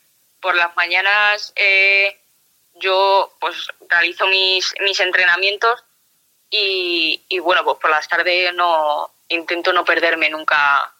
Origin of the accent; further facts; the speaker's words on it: Madrid, Community of Madrid, Spain; Pues bueno, yo soy madrileña